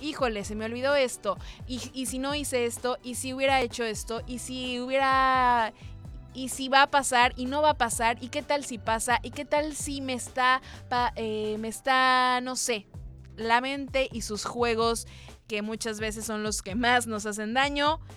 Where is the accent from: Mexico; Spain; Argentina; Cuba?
Mexico; Soy una mexicana antigua.